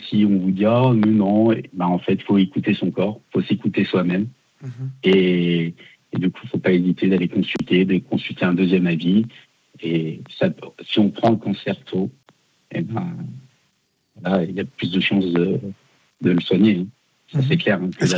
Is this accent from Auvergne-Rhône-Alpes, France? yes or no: yes; Lyon, Auvergne-Rhône-Alpes, France